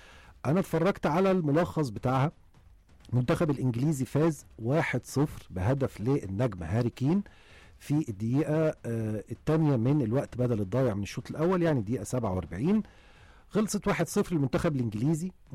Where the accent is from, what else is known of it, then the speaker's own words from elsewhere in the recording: Egypt; كتير مننا كمصريين